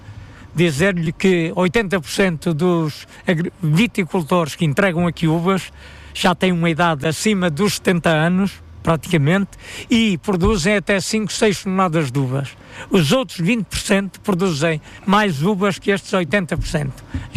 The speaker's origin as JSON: {"language": "Portuguese", "town": "Lamego", "region": "Viseu", "country": "Portugal", "tie": "born or raised there", "lives_now": "Ferreirim, Portugal", "said": "eu sou natural de Lamego, vivo em Ferreirinho de Serrancelho, mas desloco-me todos os dias para Moimenta."}